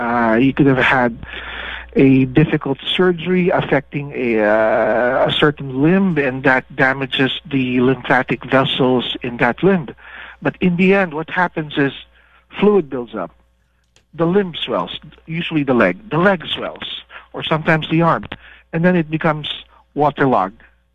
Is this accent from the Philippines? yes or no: yes; Philippines; moved away as an adult; also born or lived in New York; now in Morgantown, United States; I was born and in the Philippines. I did my medical education at the University of the Philippines, and then I did surgical training in New York. Life brought me to Morgantown, and here I am, 18 years later.